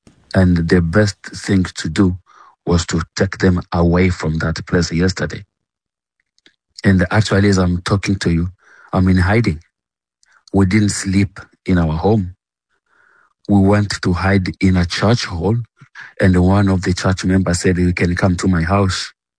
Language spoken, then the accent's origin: English; United Kingdom; If I could allow to join them, I would join the protest because I am a British citize